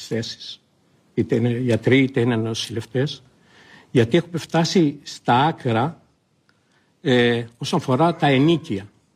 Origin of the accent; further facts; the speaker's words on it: Chania, Crete, Greece; Με κάνει να ντρέπομαι σαν Χανιώτης, γιατί εγώ είμαι Χανιώτης.